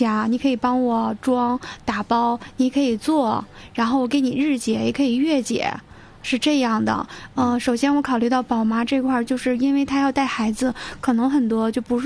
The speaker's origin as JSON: {"language": "Chinese", "town": "Shulan", "region": "Jilin", "country": "China", "tie": "born or raised there", "said": "我们家乡有大米啊，我们舒兰市的大米怎么怎么样"}